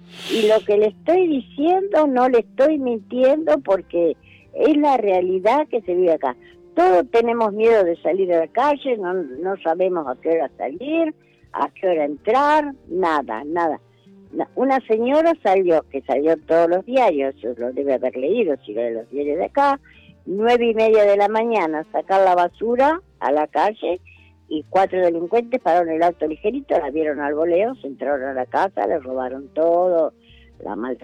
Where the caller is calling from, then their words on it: Mar del Plata, Buenos Aires Province, Argentina; lo que se vive acá en Mar del Plata.